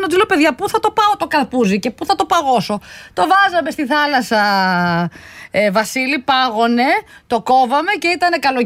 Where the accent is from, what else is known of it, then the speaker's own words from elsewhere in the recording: Pyrgos, Western Greece, Greece; moved away; Στο χωριό μου, κάτω εκεί στον πύργο, στα Μαλλιάδα.